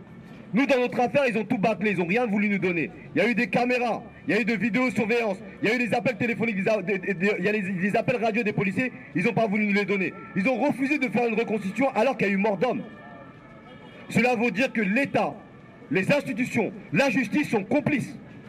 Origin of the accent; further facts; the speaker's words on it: France; nous en tant que citoyens français, nous on est des Français, moi je ne vais pas renier ce côté-là, j'ai une double culture. Et j'en suis fier d'avoir cette double culture.